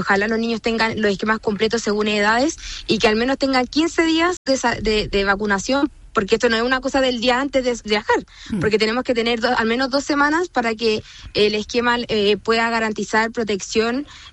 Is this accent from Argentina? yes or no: no; Chile; hay vectores y hay ciertos microorganismos que no estamos acostumbrados como chilenos a enfrentar